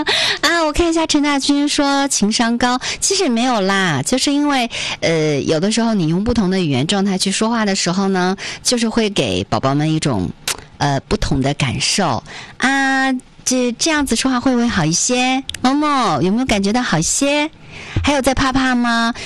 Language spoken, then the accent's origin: Chinese; Northeast China, China; accent: Northeastern dialect; 你看我这东北话，它就容易有一种凶巴巴的一种气势感